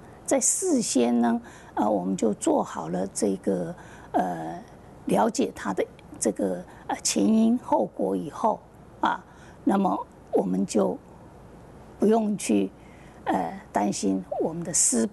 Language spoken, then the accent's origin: Chinese; China; 我们中国人就是太注重这个情